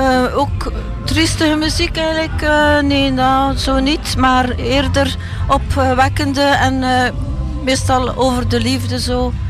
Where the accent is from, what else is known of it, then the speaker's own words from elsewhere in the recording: Deinze, Flanders, Belgium; Ja, dat is de radio, ik ben van Deinzen.